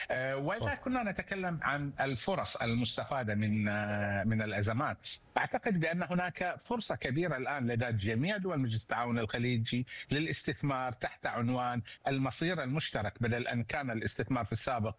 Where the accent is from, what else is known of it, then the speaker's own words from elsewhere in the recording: Bahrain; وتكلم الآن كبحريني، كبحريني للأمانة،